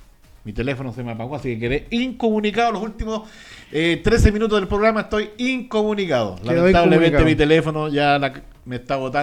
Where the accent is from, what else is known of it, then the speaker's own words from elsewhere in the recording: Chile; como buen chileno, lleguemos a última hora ahí con las reservas.